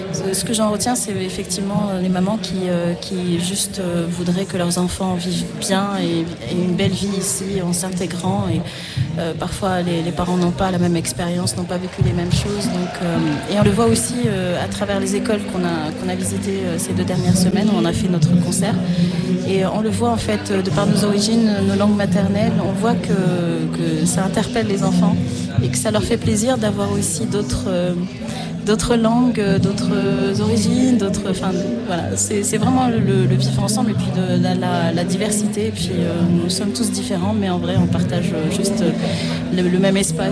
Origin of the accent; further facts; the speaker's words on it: Algeria; first language Arabic; French is a second language; moved away as an adult; now in France; Ensuite, ça a été l'arabe, parce que c'est ma langue maternelle. Je suis algérienne, donc je suis venue en France en 2021 pour mes 3 années à la MAI.